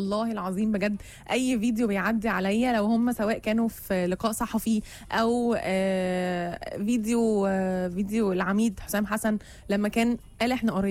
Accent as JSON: {"language": "Arabic", "country": "Egypt", "said": "واحنا كلنا بصراحة فخورين ان احنا مصريين"}